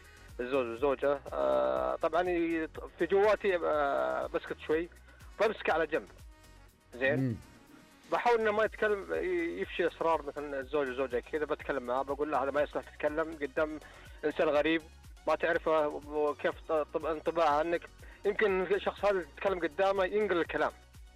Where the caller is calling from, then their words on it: Al-Kharj, Riyadh Province, Saudi Arabia; من الخرجة